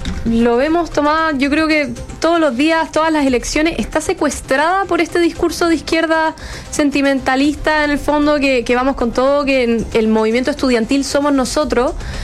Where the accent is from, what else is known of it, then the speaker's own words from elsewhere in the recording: Chile; esta violencia no somos los estudiantes de Chile